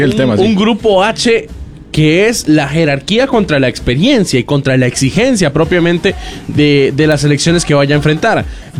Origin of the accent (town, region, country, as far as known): Costa Rica